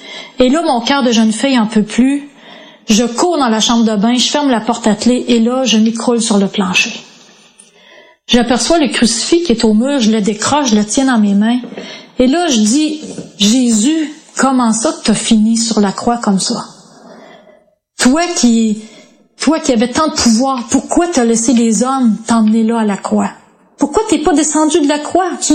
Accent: Quebec City, Quebec, Canada; born there

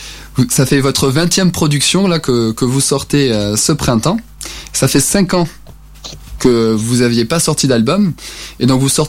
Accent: France; c'est vrai que pour nous Français, c'est assez fort.

